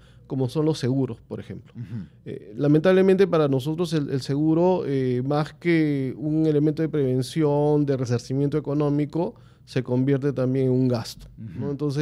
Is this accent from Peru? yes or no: yes; Peru; nosotros como peruanos